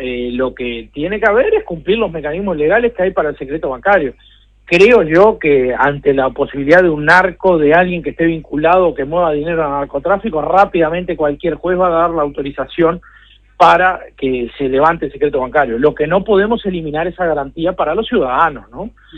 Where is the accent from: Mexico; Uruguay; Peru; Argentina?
Uruguay; Tacuarembó; Yo soy de Tacuarembó, vivo cerca de la frontera con el Brasil, a 100 kilómetros